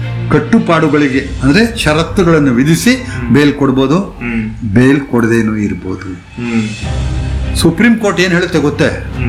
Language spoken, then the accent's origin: Kannada; Mysore, Karnataka, India; ನಾನು ಮೈಸೂರು ಹುಟ್ಟಿದ್ರಿಂದ 1ನೇ ಕ್ಲಾಸ್ ಓದಿದ್ದು ಮೈಸೂರು, ಈ ವಯಸ್ಸಲ್ಲಿ ನಾನು ಮೈಸೂರಲ್ಲಿದ್ದೀನಿ.